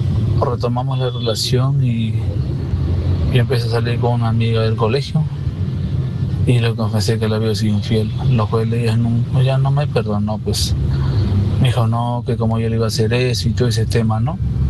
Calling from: Lima, Peru; de Villa El Salvador.

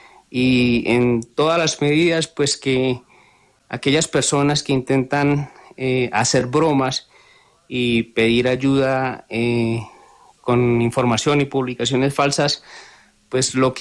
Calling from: Manizales, Caldas, Colombia; Me encuentro en la ciudad de Manizales.

